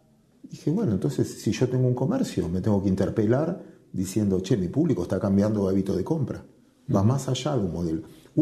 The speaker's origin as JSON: {"language": "Spanish", "town": "Mar del Plata", "region": "Buenos Aires Province", "country": "Argentina", "said": "Yo soy de Mar del Plata"}